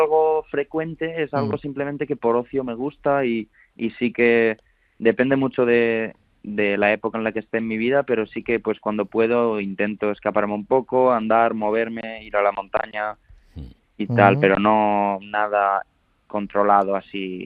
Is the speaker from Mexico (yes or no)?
no; Spain